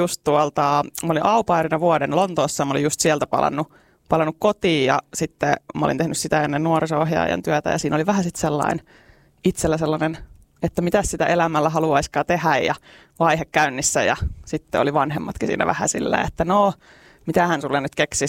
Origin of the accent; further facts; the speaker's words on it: Asikkala, Päijänne Tavastia, Finland; also born or lived in London; now in Lahti, Finland; Mä oon siis Asikkalasta kotoisin, ja Lahdessa paljon pyörinyt